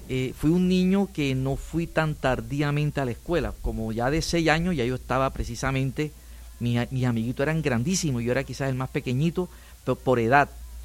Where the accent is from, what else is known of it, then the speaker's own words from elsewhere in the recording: Chimá, Córdoba, Colombia; yo soy de Arache, nací ¿sí? el 3 de diciembre de 1967 en ese pueblito rural, cercano a 8 minutos de su cabecera municipal, Chimá, un pueblo a orilla de Ciénaga, y de verdad ahí empecé a estudiar.